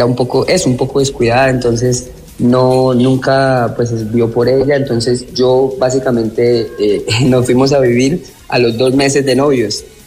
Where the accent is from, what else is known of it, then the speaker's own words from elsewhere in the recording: Villavicencio, Meta, Colombia; also born or lived in Maní; Pues, hermano, yo soy de Colombia. Yo vivía en un municipio de Casanare que se llama Maní, pero soy de Villavicencio.